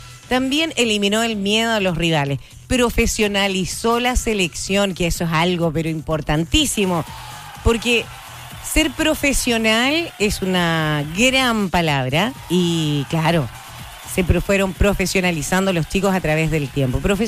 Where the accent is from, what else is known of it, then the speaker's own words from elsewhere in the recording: Chile; somos grandes, los chilenos somos grandes